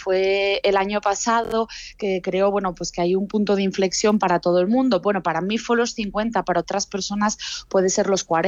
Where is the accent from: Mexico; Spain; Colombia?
Spain; Asturias; now in Madrid, Spain; nosotros vivimos en Madrid, pero vamos muchísimo a Asturias porque los dos somos asturianos.